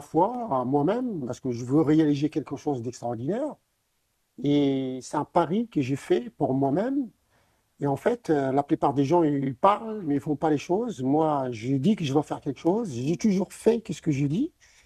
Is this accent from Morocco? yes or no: yes; Morocco; born there; je suis né au Maroc